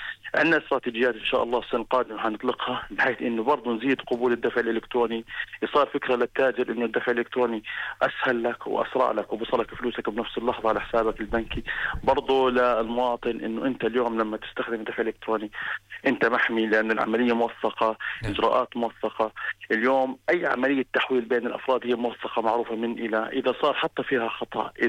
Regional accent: Jordan

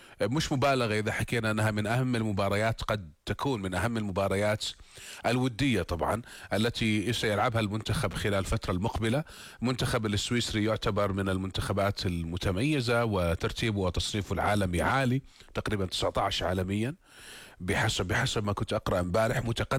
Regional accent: Jordan; احنا كأردنيين قصتنا مش عادية ابدا

